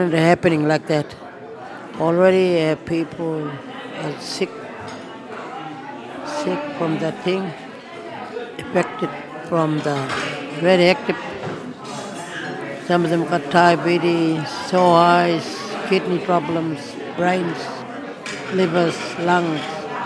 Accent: Yalata, South Australia, Australia; I came from Yalata.

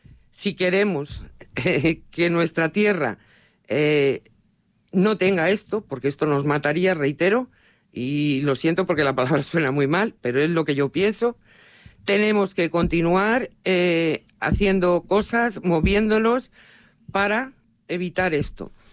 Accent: Talavera de la Reina, Castilla-La Mancha, Spain; La entrada de la A5, la entrada que tenemos todos los talaveranos cuando venimos de Madrid normalmente, es por ahí.

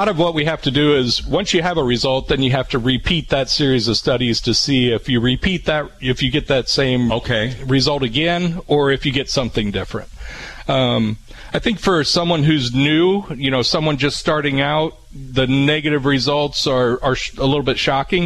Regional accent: Dawson, Illinois, United States; From Springfield area. So, I grew up in Dawson, Mechanicsburg area.

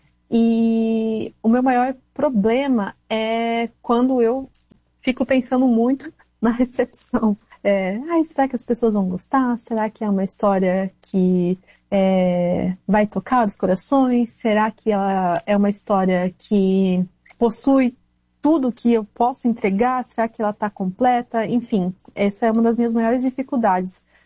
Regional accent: South Region, Brazil; now in North Brazil; Eu sou do Sul. Aí nesse tempo eu mudei pro Norte

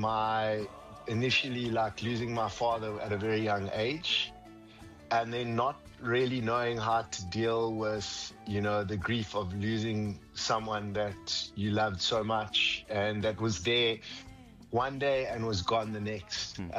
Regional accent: South Africa; as a South African

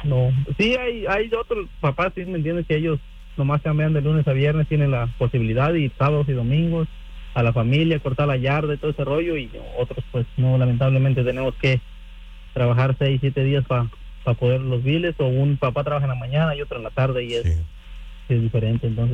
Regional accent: Mexico; now in United States; Porque haz de cuenta que yo soy de México y en México es otro rollo.

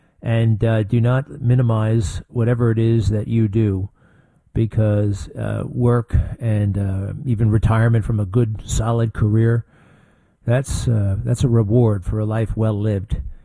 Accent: Garden City, New York, United States; born or raised there

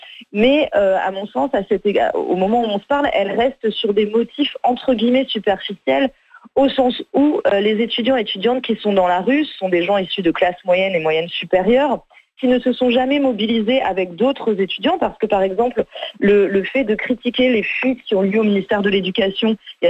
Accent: France; en plus moi je suis française

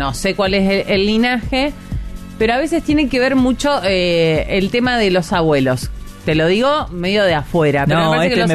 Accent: Córdoba, Argentina; el fanatismo por la vida que tenemos los cordobeses

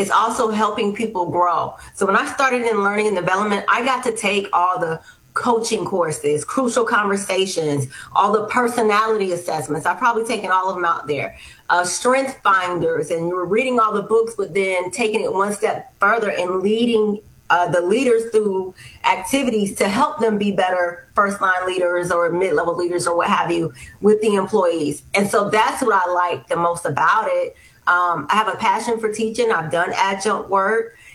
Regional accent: Miami, Florida, United States; Well, I'm originally from Miami, Florida. So I like to call Miami home. My father was in the military and I was a military brat. So we did travel around

